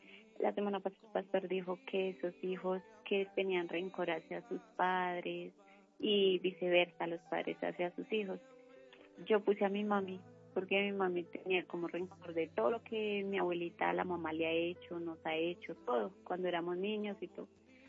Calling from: Bogotá, Colombia; En Bogotá, Bogotá.

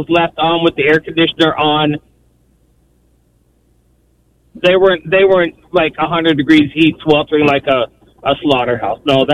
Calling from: California, United States; So I am a school bus driver in California.

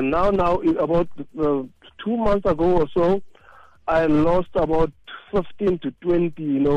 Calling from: Kimberley, Northern Cape, South Africa; From Kimberley, Northern Cape.

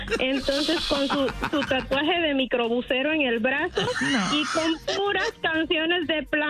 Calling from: Maryland, United States; Desde Maryland.

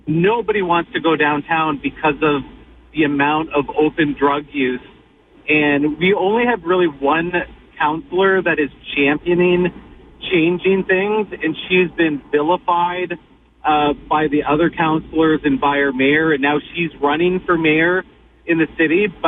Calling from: London, Ontario, Canada; Well, I'm calling from London, and I think per capita, we're one of the worst cities for open drug use.

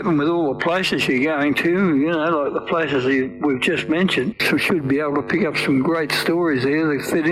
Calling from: Canberra, Australian Capital Territory, Australia; Yeah, well, I'm calling from Canberra, so the closest you get to us basically is Goulburn and a couple of the south coast places down there.

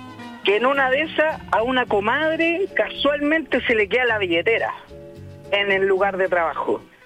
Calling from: Chile; como todo chileno promedio

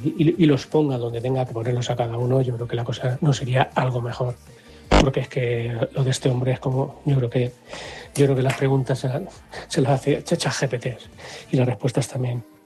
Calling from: Villena, Valencian Community, Spain; de Villena también.

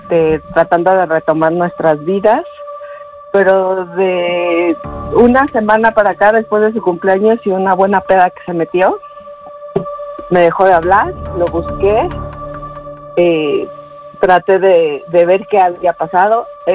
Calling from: Mexico City, Mexico; De aquí, de Ciudad de México.

